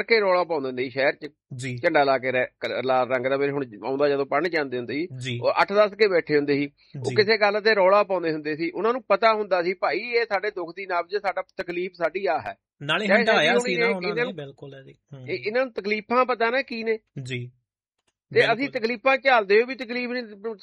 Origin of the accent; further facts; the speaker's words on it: Punjab, India; ਮੈਂ ਪੰਜਾਬੀ ਹਾਂ